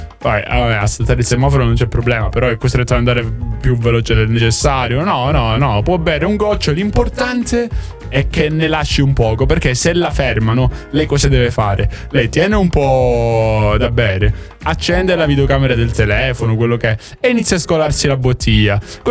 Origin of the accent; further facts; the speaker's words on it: Rome, Lazio, Italy; E io sono di Roma